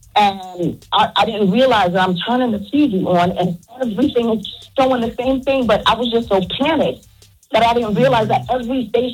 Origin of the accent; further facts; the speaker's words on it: Brooklyn, New York, United States; now in Philadelphia, United States; I'm calling from Philly, but I'm originally from Brooklyn.